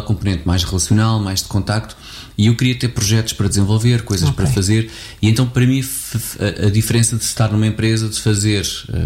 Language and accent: Portuguese; Abrantes, Santarém, Portugal; moved away as an adult; Tenho 50 anos. Nasci em 1975, no Rossio ao Sul do Tejo, Abrantes. E, portanto, é um bocadinho esta a minha história aqui. E vivi a minha vida em Abrantes até aos 18 anos.